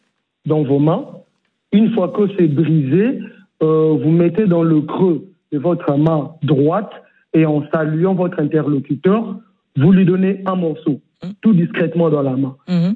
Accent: Kinshasa, DR Congo; born there; Je suis né à Kinshasa et mon grand-père venait du village.

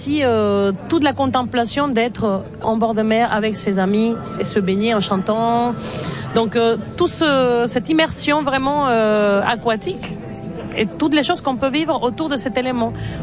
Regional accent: Caracas, Capital District, Venezuela; moved away as an adult; jusqu'au moment où j'ai quitté le Venezuela, j'ai chanté dans cet ensemble. En parallèle de faire partie de la scène underground et alternative de Caracas

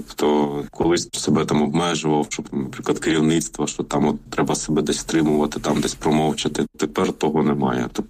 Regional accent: Donetsk Oblast, Ukraine; ми взагалі з Бахмутського району родом. І я от розумію, що тут от земля, от ну, моїх там бабусі, дідуся

